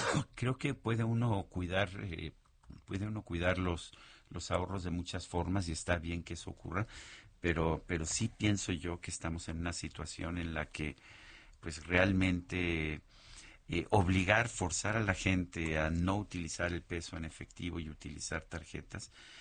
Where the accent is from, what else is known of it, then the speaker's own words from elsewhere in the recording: Mexico; le digo que soy de México